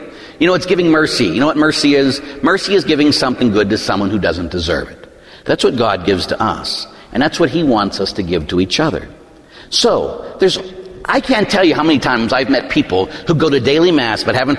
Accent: Pittsburgh, Pennsylvania, United States; Now, I grew up in Pittsburgh. And in growing up in Pittsburgh, my father had a saying.

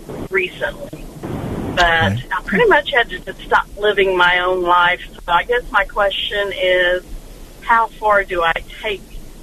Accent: Houston, Texas, United States; And I'm from the Houston area and moved to Louisiana to be closer to him.

